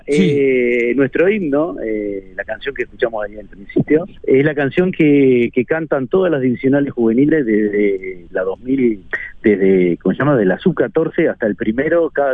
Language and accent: Spanish; Montevideo, Uruguay; also born or lived in La Unión, Montevideo; Yo, por más que nací en La Unión, desde muy chico nos fuimos a vivir ahí al Complejo Campo Español, inaugurado como en el 84